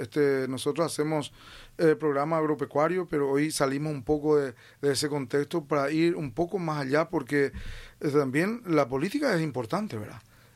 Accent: Cordillera, Paraguay; yo también soy cordillerano y somos vecinos

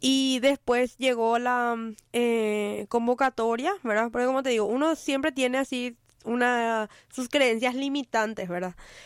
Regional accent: Asunción, Paraguay; pero yo soy del Bañado Sur, ¿verdad? Actualmente no estoy viviendo ahí, pero siempre mi corazón quedó ahí, ¿verdad?

